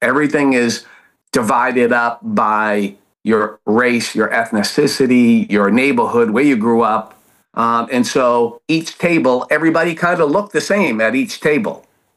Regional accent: Boston, Massachusetts, United States; I grew up in the city. I grew up in Dorchester, Massachusetts, a rough neighborhood. And, you know, I'm one of nine kids. I'm the middle of nine kids.

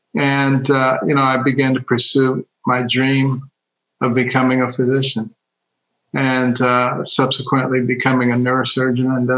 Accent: Detroit, Michigan, United States; also born or lived in Boston; I grew up in Detroit. You know, my parents were divorced early on.

